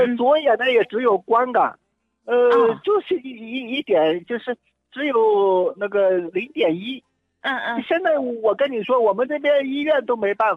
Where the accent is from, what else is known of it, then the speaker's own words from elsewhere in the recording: Baotou, Inner Mongolia, China; 我呢是包头这边的。